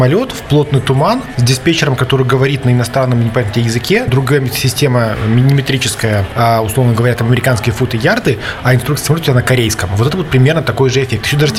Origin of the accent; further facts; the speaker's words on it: Belarus; мы белорусы